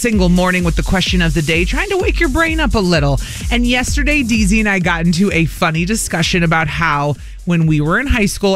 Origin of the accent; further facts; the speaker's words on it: Carbondale, Illinois, United States; I grew up in Carbondale.